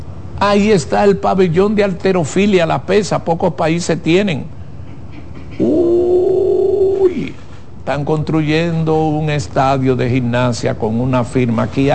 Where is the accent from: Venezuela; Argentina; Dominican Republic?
Dominican Republic; le estoy hablando como dominicano.